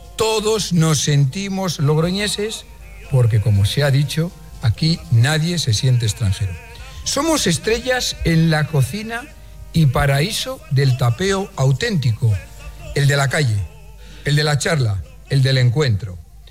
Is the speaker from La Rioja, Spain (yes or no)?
yes; La Rioja, Spain; Somos riojanos de vino, huerta y campo, del Espolón, de Gran Vía, de Rua Vieja, de Alfaro y Foncea, de Alberite, Zarratón